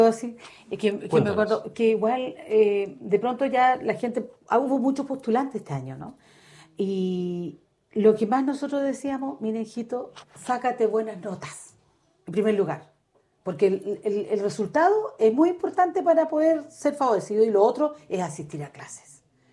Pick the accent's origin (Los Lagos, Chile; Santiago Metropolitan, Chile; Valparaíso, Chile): Los Lagos, Chile; San Juan de la Costa; como yo, habitante también